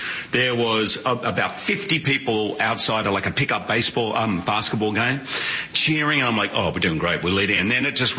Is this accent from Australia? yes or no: yes; Australia; I mean, I grew up in Australia, so we would go to the cricket for 5 days in a row and sit there for 8 hours.